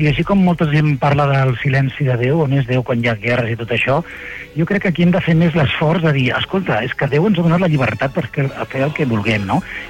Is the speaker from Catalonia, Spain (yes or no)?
yes; Catalonia, Spain; més com som els catalans, no?